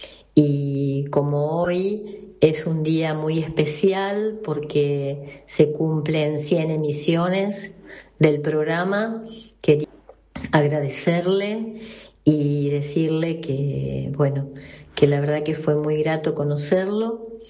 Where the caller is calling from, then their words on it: La Lucila, Buenos Aires Province, Argentina; Desde acá, desde la Lucila